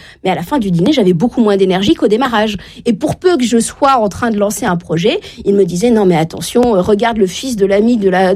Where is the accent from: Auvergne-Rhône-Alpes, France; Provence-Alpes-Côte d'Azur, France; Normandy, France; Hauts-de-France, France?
Normandy, France; Moi, je viens de la Normandie.